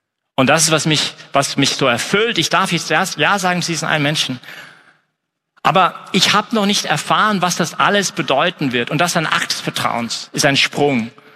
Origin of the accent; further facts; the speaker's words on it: Canada; moved away; ich als Kanadier